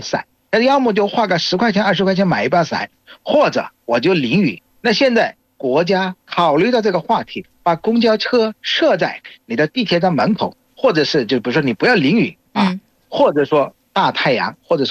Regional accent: Bangladesh; Chinese is a second language; 大家好，我是来自于孟加拉国的

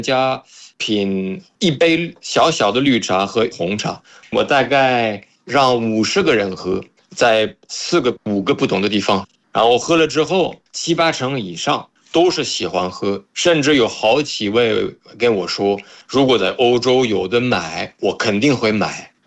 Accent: France; Chinese is a second language; 我是法国人，然后

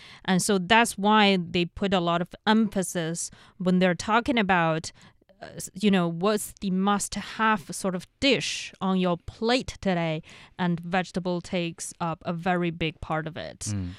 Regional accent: Inner Mongolia, China; moved away; You know, I grew up in Inner Mongolia where we don't really have the habits of eating a lot of vegetables.

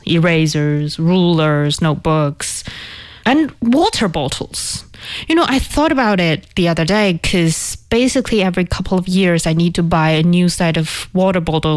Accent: northern China, China; accent: northern Mandarin; Sorry, that's my northern accent.

